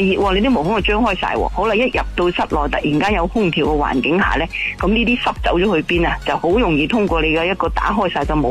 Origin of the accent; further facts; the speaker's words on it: Guangdong, China; 我哋广东人最兴就煲汤啦